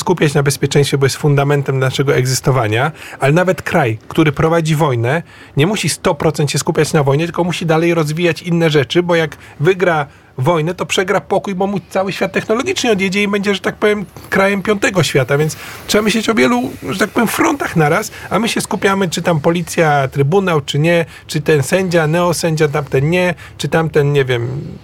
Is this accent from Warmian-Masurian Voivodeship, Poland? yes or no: yes; Orneta, Warmian-Masurian Voivodeship, Poland; No, ja pochodzę z Ornety i takie smutkowe powiedzenia.